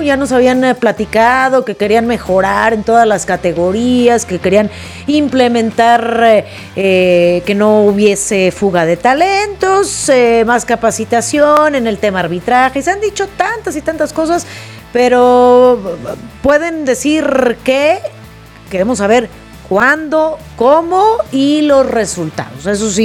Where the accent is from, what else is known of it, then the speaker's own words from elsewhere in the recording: Tepatitlán, Jalisco, Mexico; Y hasta que de pueblo, es más, ni siquiera de Guadalajara, de sí Tepatitlán.